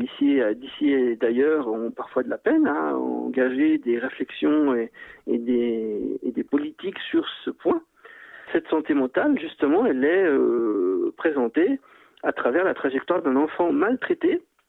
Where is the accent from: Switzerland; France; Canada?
Switzerland; en tout cas c'est comme ça qu'on dit chez nous en Suisse